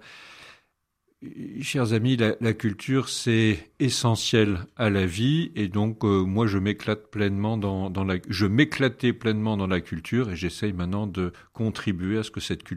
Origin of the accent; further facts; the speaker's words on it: Metz, Grand Est, France; Oui, je suis messin, je suis né à Metz et j'ai fait toutes mes études, tout mon parcours à Metz